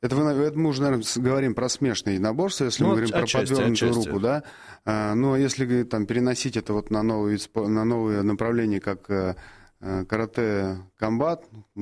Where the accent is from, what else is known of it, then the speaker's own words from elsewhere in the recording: Russia; мы из России.